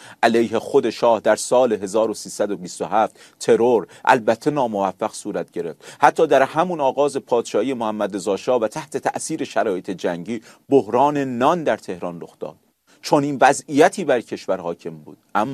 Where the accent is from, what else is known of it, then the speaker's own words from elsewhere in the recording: Mazandaran, Iran; من خودم مازندرانی هستم